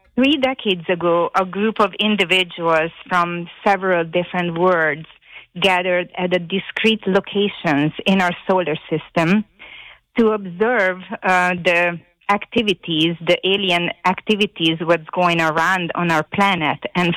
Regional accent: Hungary; moved away as an adult; Okay, so this came to me because I was born and raised in Hungary. And when I came on a vacation here in 1999

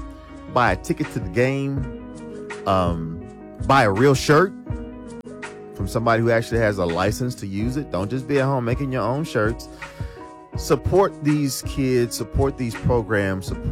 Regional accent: Dumas, Arkansas, United States; But let me shout out my hometown. I got to shout out. I know Dumas got their alumni weekend.

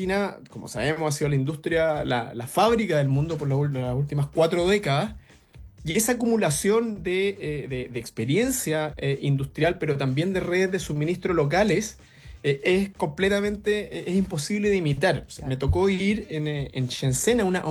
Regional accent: Chile; Yo, si soy de Chile

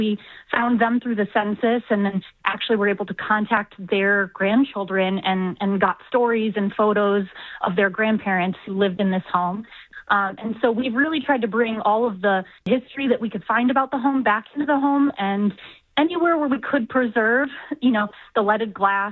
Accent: Columbus, Ohio, United States; born or raised there; also born or lived in Baltimore / San Francisco / Cincinnati / Chicago; now in Detroit, United States

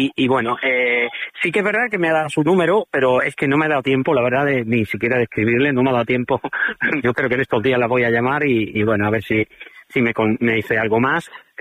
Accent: Ceuta, Spain; una ciudad como Ceuta, que es una ciudad donde nos hemos criado, que somos ceutíes

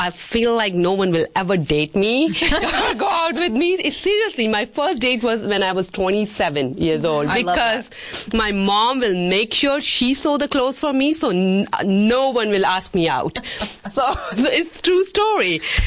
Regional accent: Dalhousie, Himachal Pradesh, India; It's up in the foothill of Himalayas, Dalhousie. It's north part of the India, up mountains, and it's a very beautiful town, and they call it the mini Switzerland.

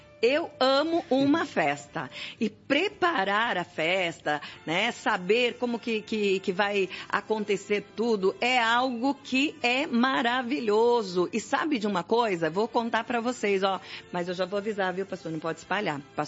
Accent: Brazil; Porque eu sou brasileira, né?

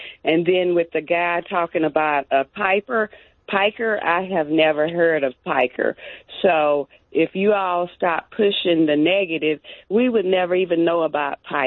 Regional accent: United States; as an American, you know, we shouldn't vote just one way

